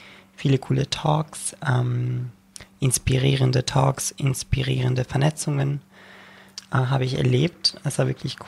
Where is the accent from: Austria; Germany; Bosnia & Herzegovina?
Bosnia & Herzegovina